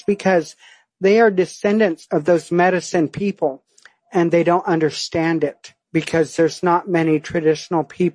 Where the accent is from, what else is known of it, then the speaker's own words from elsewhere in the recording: California, United States; together as California Native people